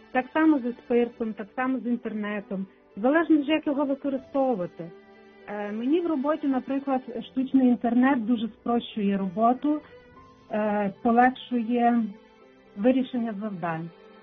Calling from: Ivano-Frankivsk Oblast, Ukraine; я з Прикарпаття, з Івано-Франківської області.

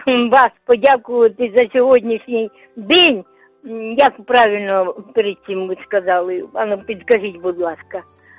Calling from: Sumy Oblast, Ukraine; Я з Сумщини

